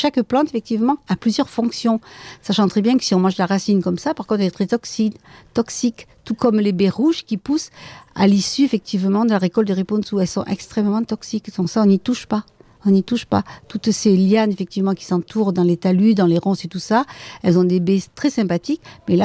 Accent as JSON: {"language": "French", "town": "Gagnac", "region": "Occitanie", "country": "France", "tie": "born or raised there", "said": "Moi, je suis née à Gagnac, j'y ai vécu, j'en suis guère partie puisque j'ai fait à peine le tour de l'église, hein, puisque j'y habite, nous y habitons."}